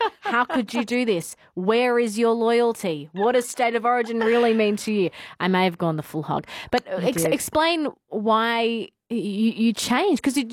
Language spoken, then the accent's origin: English; Northern Territory, Australia; also born or lived in Penrith / Queensland; I'm a bred Territorian, but I was born in Penrith.